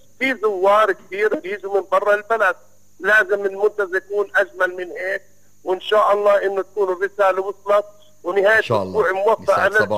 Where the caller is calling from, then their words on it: Nablus, West Bank, Palestine; انا نابلسي وبحب نابلس، نابلس بلدي